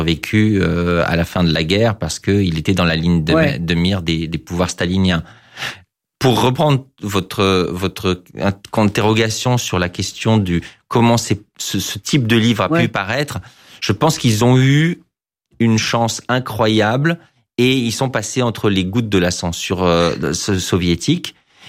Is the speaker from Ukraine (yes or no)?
yes; Odesa, Odesa Oblast, Ukraine; moved away; je suis originaire d'Odessa, qui est une ville au bord de la mer Noire.